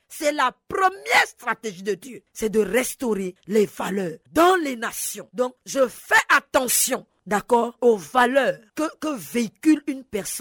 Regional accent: Gabon; pourquoi le problème est récurrent au Gabon chez moi?

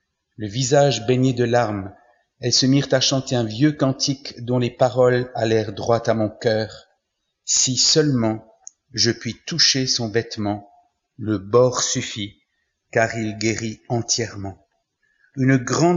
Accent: Mulhouse, Grand Est, France; born there; je suis né à Mulhouse en Alsace en 1948 après la Seconde Guerre mondiale.

